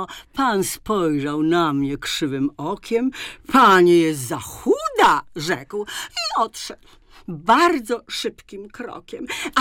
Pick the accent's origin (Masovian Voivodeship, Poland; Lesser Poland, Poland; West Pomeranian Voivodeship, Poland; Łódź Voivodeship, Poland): Łódź Voivodeship, Poland; Łódź; born there; ja się urodziłam w Łodzi, mieszkam w Łodzi, nie wyobrażam sobie, żebym mogła z tej Łodzi wyjechać. Ja, tu jest moje miejsce.